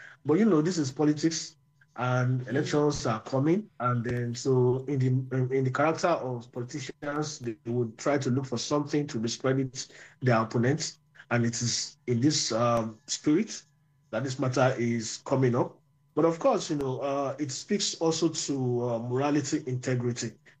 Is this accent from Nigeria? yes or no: yes; Nigeria; I'm a Nigerian journalist.